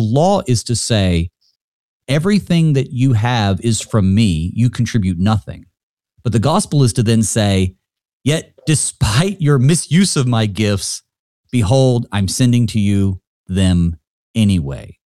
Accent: North Carolina, United States; I'm from North Carolina

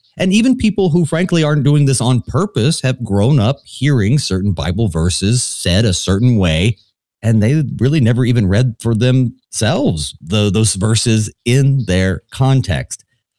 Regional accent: the South, United States; moved away; growing up in the South

